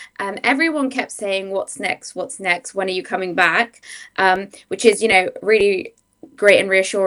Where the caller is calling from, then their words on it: Yorkshire and the Humber, United Kingdom; It's funny because you mentioned Sheffield, because I'm just outside of Sheffield, so that's where I'm joining from.